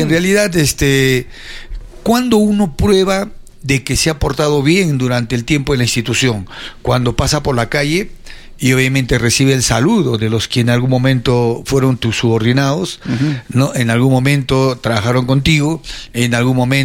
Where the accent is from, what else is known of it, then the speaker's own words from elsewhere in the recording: Miraflores, Arequipa, Peru; born there; now in Paucarpata, Peru; yo he nacido en Miraflores, pero vivo en Paucarpata 20 años. 20 años ahí en la parte baja, en la urbanización Los Zafiros, ahí tengo mi vivienda, y vivo 20 años ahí